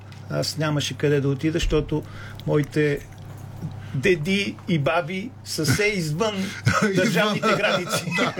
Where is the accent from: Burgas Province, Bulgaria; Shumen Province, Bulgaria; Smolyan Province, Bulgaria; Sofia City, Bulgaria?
Sofia City, Bulgaria; Sofia; Роден съм тук в София, квартала Три кладенци, който сега е синя зона.